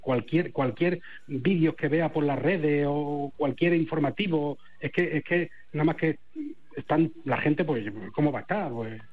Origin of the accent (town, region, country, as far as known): Melilla, Spain